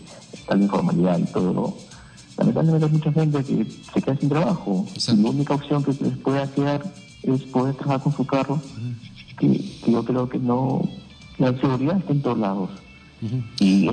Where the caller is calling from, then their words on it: Lima, Peru; de Salamanca.